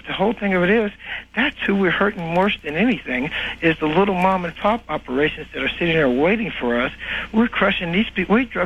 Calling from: Florida, United States; I'm calling from South Florida.

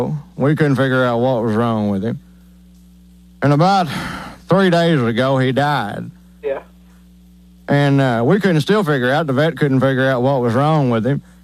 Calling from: Coffeyville, Kansas, United States; I'm from Coffeyville, Kansas.

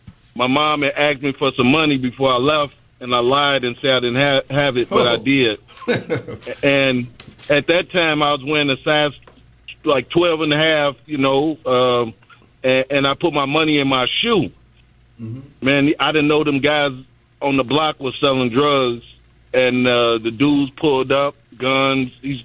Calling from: Chicago, Illinois, United States; because I was from Chicago.

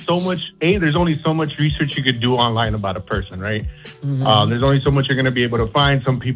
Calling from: Miami, Florida, United States; I'm calling from Miami, Florida.

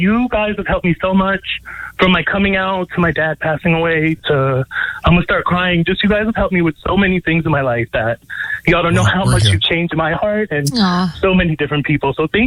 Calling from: New York, United States; I'm from New York.

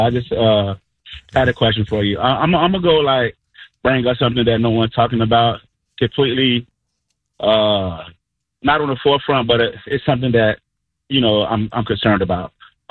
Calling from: Lakeland, Florida, United States; I'm from Lakeland

